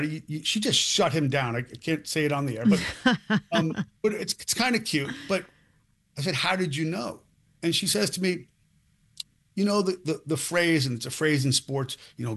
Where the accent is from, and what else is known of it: New York, United States; born there